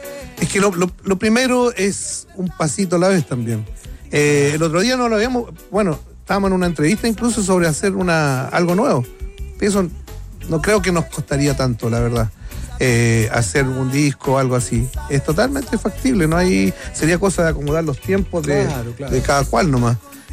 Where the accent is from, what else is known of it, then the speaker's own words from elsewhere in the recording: Chile; nosotros somos chilenos, latinos